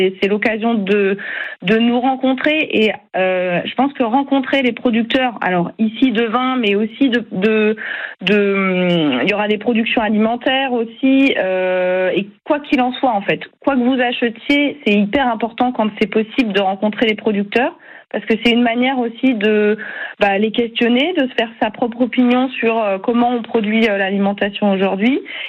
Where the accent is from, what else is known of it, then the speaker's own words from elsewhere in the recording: Marçon, Pays de la Loire, France; born there; moi je suis née à Marçon dans une famille d'agriculteurs